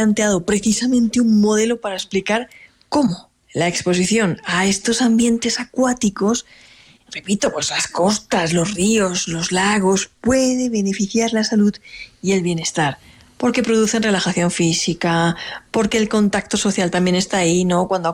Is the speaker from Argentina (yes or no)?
no; Alicante, Valencian Community, Spain; yo por ejemplo, que soy del Mediterráneo, de Alicante